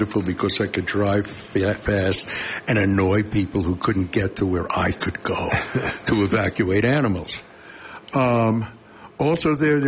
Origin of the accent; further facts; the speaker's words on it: Brooklyn, New York, United States; when I grew up in New York City, in Brooklyn, New York, I was a little fat Jew boy from New York who listened to folk songs about working in the mine